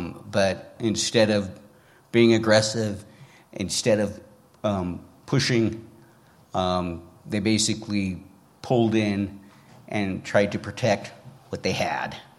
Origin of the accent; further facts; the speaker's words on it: Libby, Montana, United States; my hometown, Libby